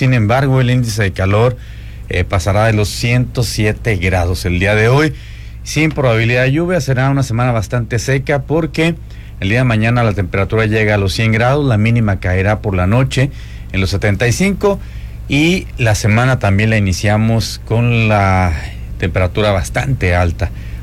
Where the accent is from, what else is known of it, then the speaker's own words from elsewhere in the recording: Mexico; now in United States; que viene siendo como el IFE para nosotros, el mexicano